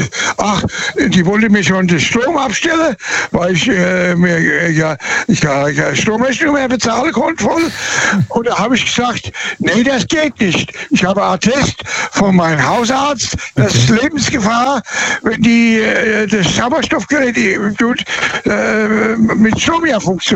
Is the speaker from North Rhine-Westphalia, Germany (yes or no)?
no; Birlenbach, Rhineland-Palatinate, Germany; born there